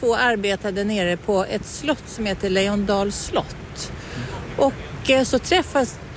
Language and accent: Swedish; Bro, Stockholm County, Sweden; när jag blev 2 år då flyttade vi in till Bro istället.